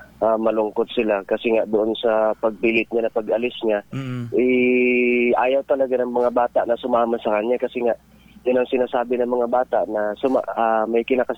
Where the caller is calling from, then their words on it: Quezon, Mimaropa, Philippines; Taga Pinaglabanan